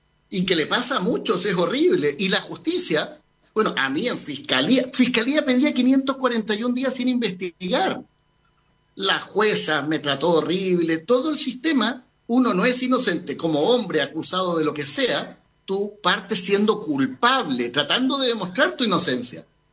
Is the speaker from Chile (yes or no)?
yes; Chaitén, Los Lagos, Chile; yo soy de Chaitén.